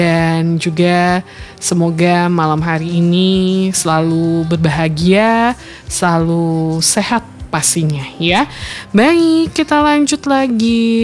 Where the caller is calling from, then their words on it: Siak, Riau, Indonesia; Saya dari Pak Gadeng di Siak ya